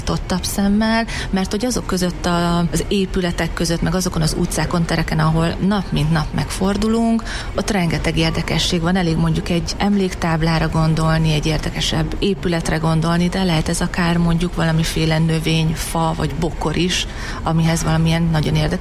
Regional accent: Debrecen, Hajdú-Bihar, Hungary; Én Debrecenben születtem, itt nőttem fel, kisebb kitérőket tekintve mondjuk egy éves szegedi tartózkodást, illetve egy 9 hónapos angliai tartózkodást leszámítva, én világéletemben itt éltem Debrecenben

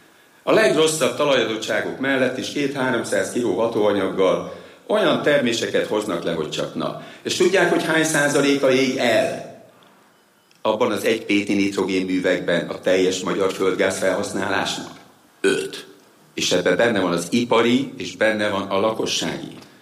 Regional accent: Hungary; És amikor Amerikába kimentem, és mondtam, hogy magyar vagyok

